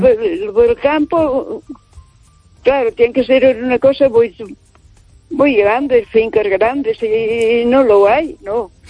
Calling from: Monforte de Lemos, Galicia, Spain; de Monforte de Lemos.

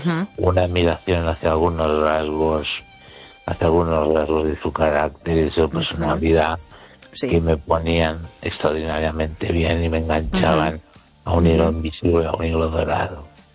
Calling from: Ourense, Galicia, Spain; desde Orense.

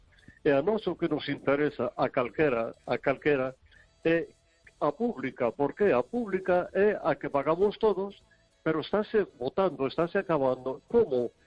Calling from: Vigo, Galicia, Spain

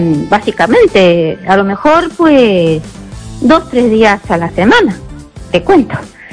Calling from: Ourense, Galicia, Spain; Mira, hola. Mira, bueno … de Orense.

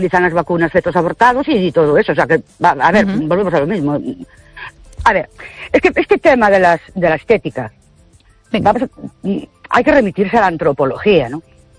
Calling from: Ourense, Galicia, Spain; de Ourense.

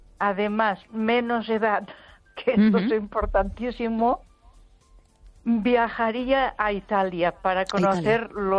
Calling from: Ponferrada, Castile and León, Spain; de Ponferrada.

